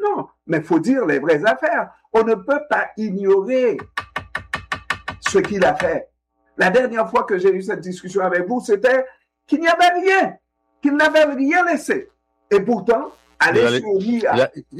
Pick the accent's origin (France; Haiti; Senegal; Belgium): Haiti; Mais quand nous sommes à la radio, nous sommes des Haïtiens de surcroît, on se doit de donner cette mission-là